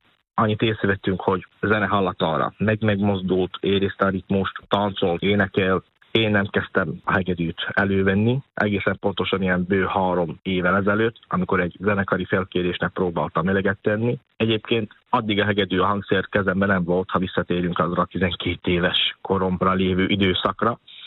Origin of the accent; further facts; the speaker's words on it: Banská Bystrica Region, Slovakia; Egyébként apukám is énekes volt. Gömörben, félvidéken, zenész családból származom.